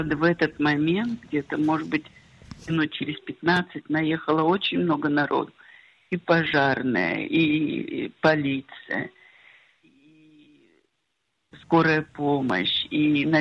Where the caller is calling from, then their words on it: Israel; Мы находимся в Израиле, мы 30 лет здесь живем